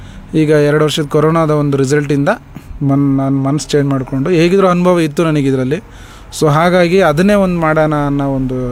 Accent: Karnataka, India; born there; also born or lived in Kalgangur; So ನಾನು ಹುಟ್ಟಿದ್ದು ಮೂಲತಃ ನವಲೆ, ಬೆಳೆದಿದ್ದು ಇಲ್ಲೇ ಹಳ್ಳಿ ಒಂದು ಕುಗ್ರಾಮ ಕಲ್ಗಂಗೂರು ಅಂತೇಳಿ. ಸೊ ಅಲ್ಲಿ ನನ್ನ 5ನೇ ತರಗತಿ ತನಕ ವಿದ್ಯಾಭ್ಯಾಸ ಆಯಿತು. ಅಲ್ಲಿಂದ ಮತ್ತೆ ನಾನು ಇಲ್ಲಿ ನಾನು ಹುಟ್ಟಿದ ಸ್ಥಳಕ್ಕೆ ನವಲೆಗೆ ಬಂದೆ.

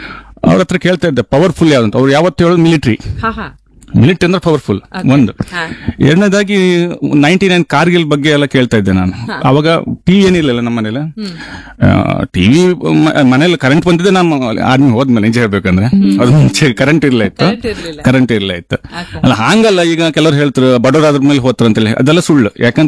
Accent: Koteshwara, Karnataka, India; born there; now in Basrur, India; ಬಸರೂರು ಮೊದಲು ಹುಟ್ಟದ್ದು ಕೋಟೇಶ್ವರ.

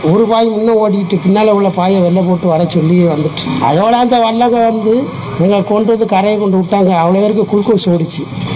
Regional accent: Chennai, Tamil Nadu, India; also born or lived in Pamban; நான் பிறந்தது பாம்பன் தான், ஆனால் வளர்ந்தது ஃபுல்லா சென்னை. சென்னையில் வளர்ந்தேன்.

